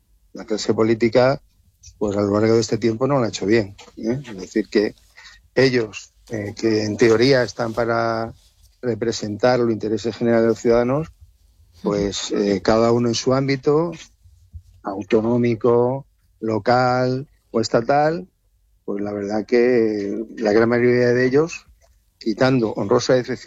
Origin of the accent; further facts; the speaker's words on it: Almería, Andalusia, Spain; Primero, los almerienses, nuestra forma de ser, nuestro carácter no ha ayudado para nada. Somos un pueblo poco reivindicativo